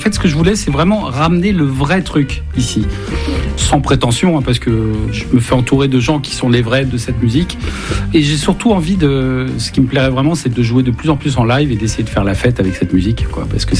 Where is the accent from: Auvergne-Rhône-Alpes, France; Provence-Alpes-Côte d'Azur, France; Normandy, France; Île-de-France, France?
Île-de-France, France; Paris; Pourtant, j'ai grandi à Paris